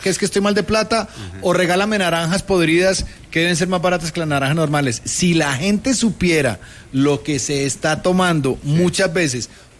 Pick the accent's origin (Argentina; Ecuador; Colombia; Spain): Colombia; creo que nosotros como colombianos debemos apersonarnos un poquito